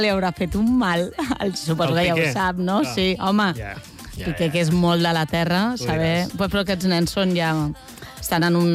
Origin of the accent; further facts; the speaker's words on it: Catalonia, Spain; Com som els catalans, que ens contentem, eh?